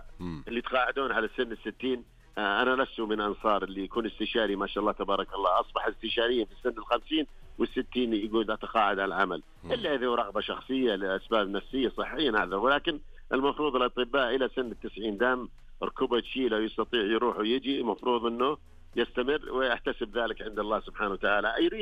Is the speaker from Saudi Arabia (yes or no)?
yes; Saudi Arabia; بالنسبة لنا كسعوديين